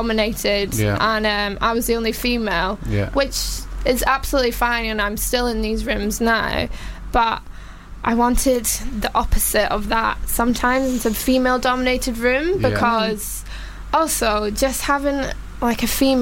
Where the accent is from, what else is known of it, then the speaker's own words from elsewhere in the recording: Glasgow, Scotland, United Kingdom; Yeah, well, I'm originally from Glasgow.